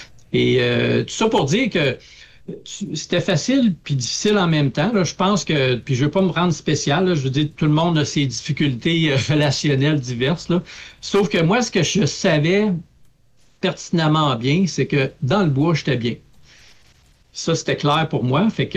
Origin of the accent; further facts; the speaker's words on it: Gagnon, Quebec, Canada; moved away; also born or lived in Laval / Montreal; moi, je suis originaire... j'aime dire que je viens de nulle part. C'est-à-dire, je suis originaire de Gagnon. qui est une ville qui n'existe plus, qui a été fermée, détruite là, en 85. Et je suis né là.